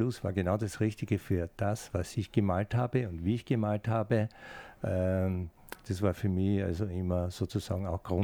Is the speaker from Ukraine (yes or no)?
no; Styria, Austria; Also komme ich aus der Steiermark, da heißt es bei uns Blaudruck, zum Färben von Stoffen.